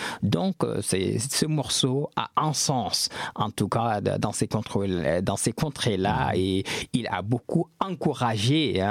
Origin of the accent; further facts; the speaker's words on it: Saint-Louis, Senegal; on retrouve les patrimoines de cette région qui est la région natale de … qui est ma région natale qu'on appelle le Fouta Toro.